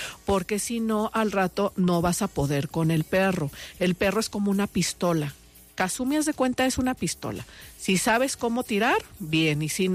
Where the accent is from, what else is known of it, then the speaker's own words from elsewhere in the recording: Guadalajara, Jalisco, Mexico; Sí, soy tapatía.